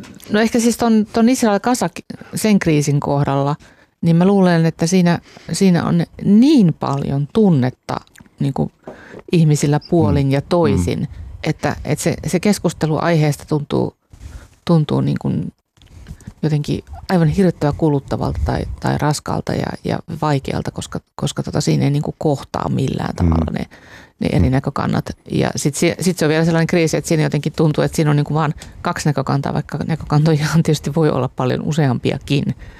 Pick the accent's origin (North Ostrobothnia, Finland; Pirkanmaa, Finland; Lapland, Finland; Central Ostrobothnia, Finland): Lapland, Finland; Sodankylä; tuolla Sodankylässä kotiseudullani